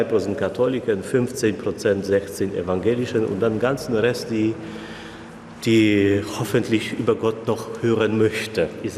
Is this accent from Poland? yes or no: yes; Silesian Voivodeship, Poland; German is a second language; Sogar in meiner Heimat, in Polen, Schlesien, ist das schon jetzt langsam problematisch.